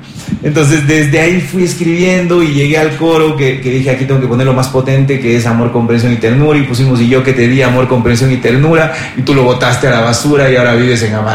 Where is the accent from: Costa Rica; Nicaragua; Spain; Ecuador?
Ecuador; José se ha vuelto parte de la identidad y de todo lo que somos los ecuatorianos.